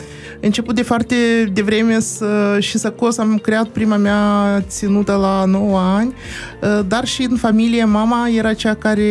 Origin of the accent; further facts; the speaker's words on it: Chișinău, Moldova; Din Chișinău.